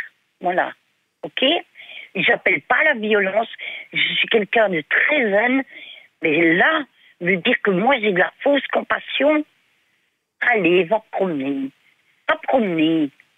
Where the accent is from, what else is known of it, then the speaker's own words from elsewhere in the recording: Belgium; Je suis belge, convertie à l'islam depuis presque 40 ans.